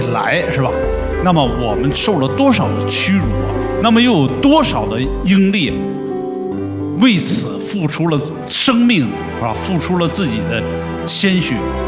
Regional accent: China; 我们中国人要挺直了脊梁，

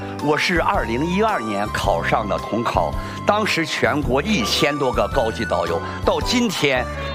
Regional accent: Xi'an, Shaanxi, China; 特别欢迎您和大家到我家乡来。

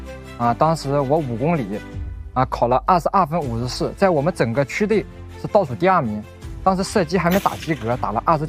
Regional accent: Jinzhai, Anhui, China; moved away as an adult; 因为我的家乡金寨走出了59名开国将军

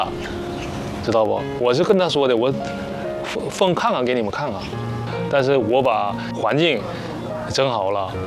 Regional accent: China; born there; moved away as an adult; 就是我那也算是故居呗。嗯，咱们朝鲜人的故居。

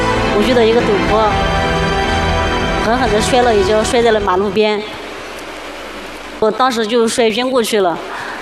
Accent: Lu'an, Anhui, China; 我来自安徽省六安市。

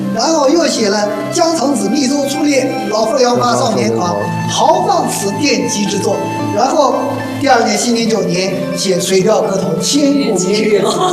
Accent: China; 作为中国人啊

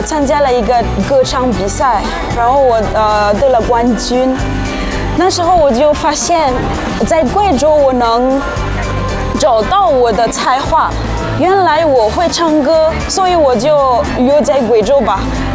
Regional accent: Madagascar; Chinese is a second language; moved away as an adult; now in China; 我来自马达加斯加。

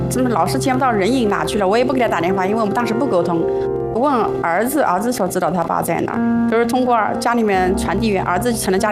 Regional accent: Yancheng, Jiangsu, China; 我是来自盐城富林那个农村，我们家呢家庭条件是非常穷的。

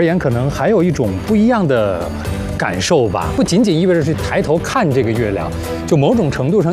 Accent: China; 我们中国

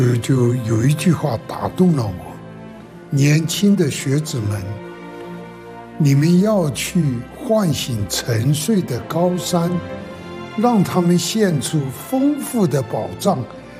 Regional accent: China; 我是个中国人啊

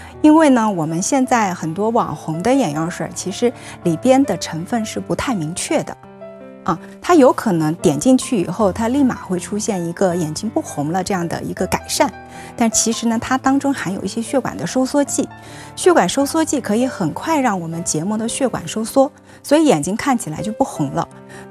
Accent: Yunnan, China; 所以花粉是我们云南人发生过敏一个很常见的原因。

